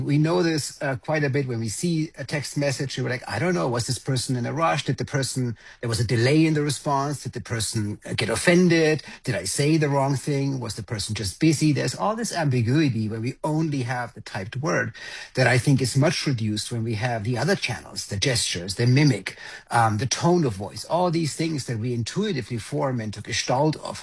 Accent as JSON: {"language": "English", "country": "Germany", "moved": "yes", "lives_now": "United States", "said": "so I'm originally from Germany. I live in the United States, and my family is all over there."}